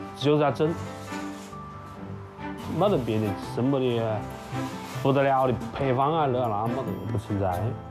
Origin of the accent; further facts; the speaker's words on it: Wuhan, Hubei, China; 从我爷爷那一代在武汉来的嘛，我们是在武汉的土生土长第3代人。